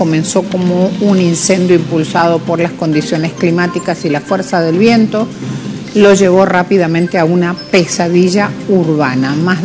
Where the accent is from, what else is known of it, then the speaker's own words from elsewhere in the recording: Santiago del Estero, Argentina; como en mi pueblo, como en Santiago del Estero